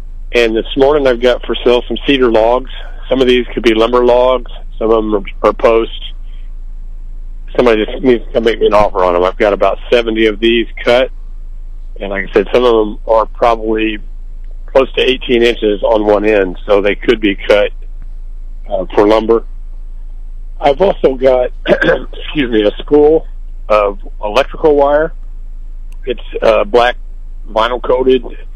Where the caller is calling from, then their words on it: Cairo, Missouri, United States; I'm calling from Cairo, Missouri.